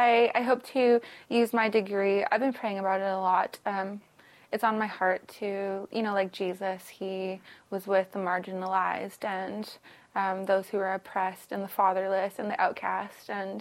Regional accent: Vancouver, British Columbia, Canada; We're from Vancouver. We grew up here. Right along East Vancouver, like Commercial Drive and Pender and the native housing there.

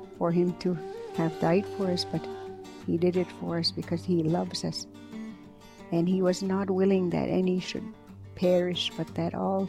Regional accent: Goodfish Lake Reserve, Alberta, Canada; I'm from the Goodfish Lake Reserve in Alberta. I'm a Cree person, and I was born to a family of 8 children, along with mom and dad, and we lived in a log house

